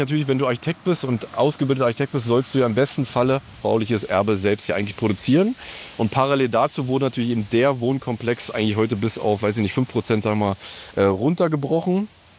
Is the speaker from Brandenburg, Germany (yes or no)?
yes; Eisenhüttenstadt, Brandenburg, Germany; born or raised there